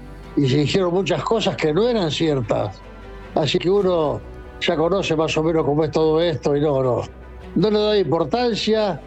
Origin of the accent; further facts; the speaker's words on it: Argentina; a mí como argentino me ha representado, porque son los jugadores que dejan muy bien parado nuestra selección.